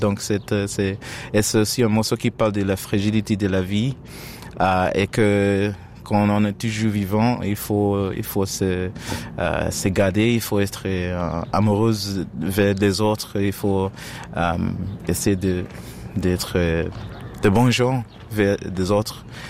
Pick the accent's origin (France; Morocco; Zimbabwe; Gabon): Zimbabwe; moved away; moi je viens du Zimbabwe